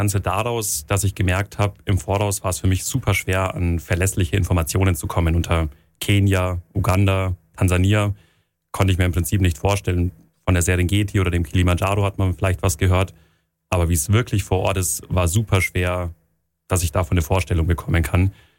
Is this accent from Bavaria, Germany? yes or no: yes; Augsburg, Bavaria, Germany; 25 Jahre alt, geboren und aufgewachsen in Augsburg